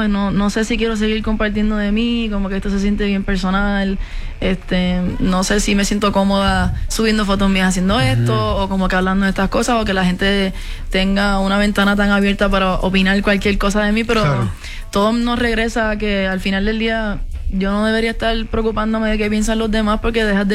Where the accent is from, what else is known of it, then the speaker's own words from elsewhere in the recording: Añasco, Puerto Rico; Yo todavía estoy en Añasco, en casa, en mi pueblo chiquito, estoy en chancla, estoy saliendo para la playa